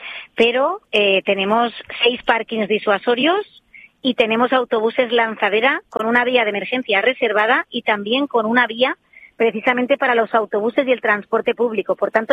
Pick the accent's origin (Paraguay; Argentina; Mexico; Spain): Spain; aquí somos todos de última hora, que sí, somos españoles